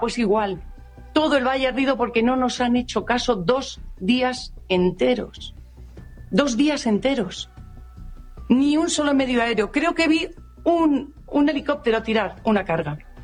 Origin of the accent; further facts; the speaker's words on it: Casavieja, Castile and León, Spain; soy de Casa Vieja